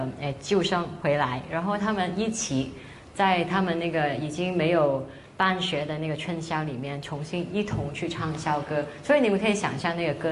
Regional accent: Hong Kong; 我自己以前在香港城市里面长大，然后突然之间有一个机会进到香港的村里面去

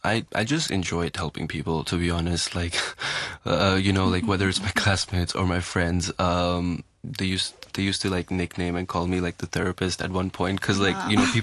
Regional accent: Hong Kong; growing up in Hong Kong, because Hong Kong is an international city, and whether you're in a local school or like an international school, you in a way do get to experience and meet people from different backgrounds

